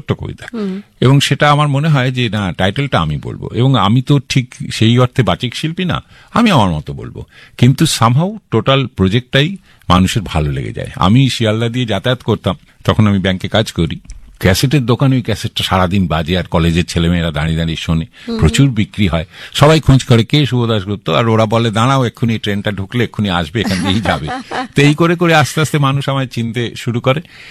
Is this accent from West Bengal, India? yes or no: yes; Bhatpara, West Bengal, India; আমি মফস্বলের ছেলে, গঙ্গার ধারে বাড়ি, ছোট ছোট, হ্যাঁ, ভাটপাড়া